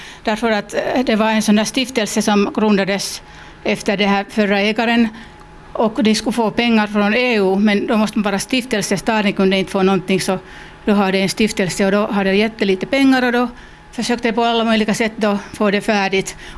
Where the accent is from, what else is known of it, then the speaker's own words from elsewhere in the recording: Salo, Southwest Finland, Finland; Jag kommer från Salotrakten.